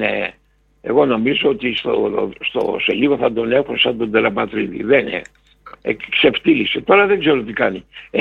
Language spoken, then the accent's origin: Greek; Peloponnese, Greece; Εγώ είμαι από τη Ιωνική ποταμιά του Μοριά. Είμαι από εκεί που ξεκίνησε ο Κολοκοτρώνης να πατήσει την Πολτσά.